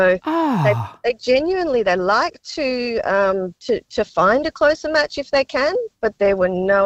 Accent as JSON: {"language": "English", "country": "Australia", "said": "No, he's 50% match because he's related to her, but because she's biracial, he's Chinese and I'm an Aussie."}